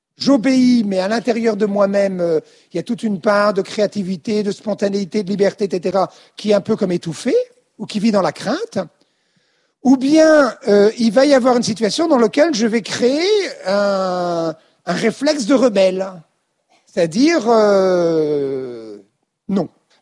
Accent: Quimper, Brittany, France; moi, j'étais en Bretagne quand j'étais enfant, donc à Quimper, Finistère

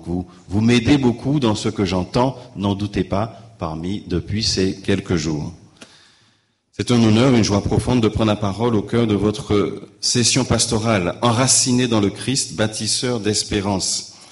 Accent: Guadeloupe; moved away as an adult; now in Seine-Saint-Denis, France; Je suis originaire de la Guadeloupe. J'ai été ordonné le 27 juin 2004 pour le diocèse de Saint-Denis. Donc je quitte la Guadeloupe en 1995. Je suis le dernier de 8 enfants

